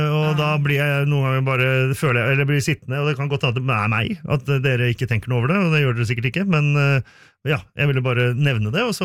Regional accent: Finland; Norwegian is a second language; now in Norway; Jeg er finsk, vet du.

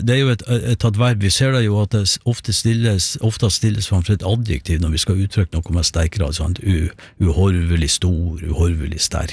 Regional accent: Sandnessjøen, Nordland, Norway; for det kommer vi fra Sandesjøen, og når jeg ser mot fjellene der, så ser jeg et fjell som egentlig heter Horva.

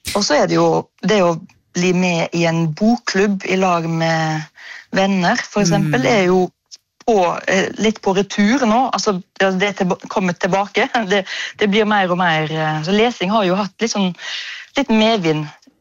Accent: Ølen, Vestland, Norway; så hver sommer så pakket foreldrene mine i bilen, og så kjørte vi til Mosjøen fra Ølen, der jeg vokste opp

